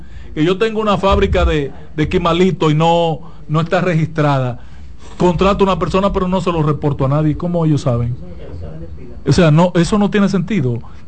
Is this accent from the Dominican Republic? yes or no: yes; Santiago de los Caballeros, Santiago, Dominican Republic; also born or lived in Barahona, Dominican Republic; Pero me formé y crecí en Santiago.